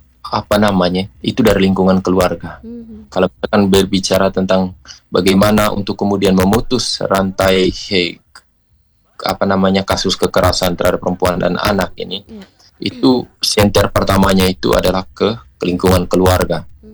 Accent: East Nusa Tenggara, Indonesia; Psikologi kita orang NTT itu apa yang disampaikan di sekolah itu lebih cepat diterima daripada apa yang disampaikan oleh orang tua

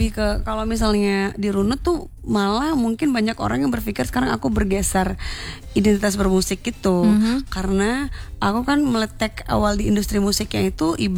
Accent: Padang, West Sumatra, Indonesia; Tapi gak menutup kemungkinan kita sebagai orang Minang Padang legasinya apa nih gitu ya.

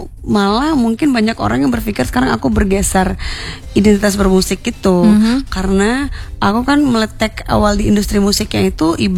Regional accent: Padang, West Sumatra, Indonesia; Tapi gak untuk kemungkinan kita sebagai orang Minang Padang legasinya apa nih gitu ya.

